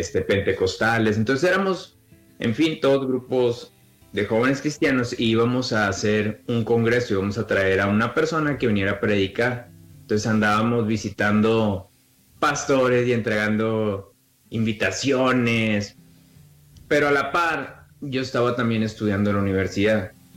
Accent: Nueva Rosita, Coahuila, Mexico; Era un grupo de jóvenes cristianos de donde somos nosotros, de Nueva Rosita, Coahuila.

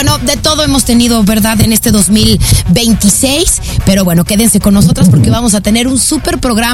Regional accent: Guadalajara, Jalisco, Mexico; moved away; somos estas dos tapatías importadas desde Guadalajara, Jalisco, México.

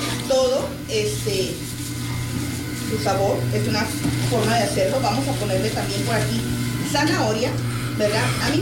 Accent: Guatemala; Y en mi país, ¿verdad? Yo soy de Guatemala.

